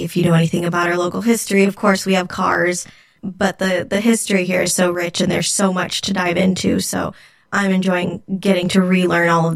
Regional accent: Modesto, California, United States; moved away; I am not originally from Modesto, but I did grow up here and I've been gone for about 15 years.

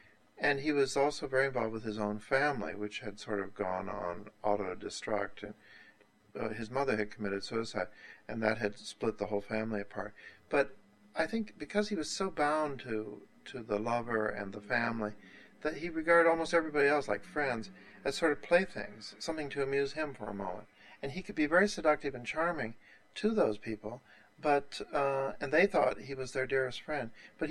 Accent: Texas, United States; He's a sort of fallen Virginia aristocrat, whereas I'm white trash from Texas.

